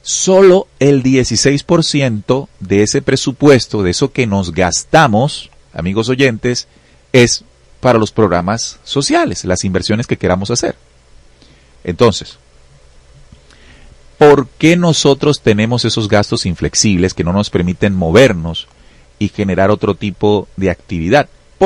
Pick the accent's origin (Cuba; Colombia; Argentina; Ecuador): Colombia; hay unas cifras que tenemos que entender como colombianos